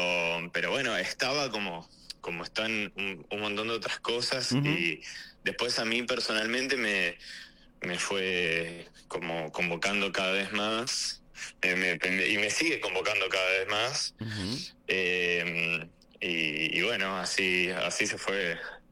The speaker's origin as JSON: {"language": "Spanish", "region": "Buenos Aires", "country": "Argentina", "tie": "born or raised there", "said": "Yo nací y crecí en Boedo, que es un barrio muy muy tanguero"}